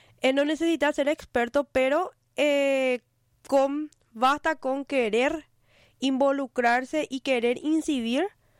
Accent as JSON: {"language": "Spanish", "region": "Asunción", "country": "Paraguay", "moved": "yes", "said": "yo soy del Bañado Sur, ¿verdad? Actualmente no estoy viviendo ahí, pero siempre mi corazón quedó ahí"}